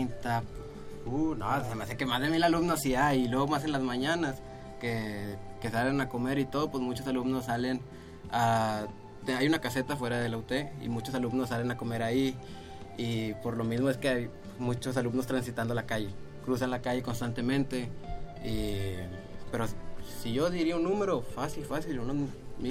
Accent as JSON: {"language": "Spanish", "town": "Palau", "region": "Coahuila", "country": "Mexico", "said": "yo soy de Palau y en realidad me quedan en carro como unos 15 minutos"}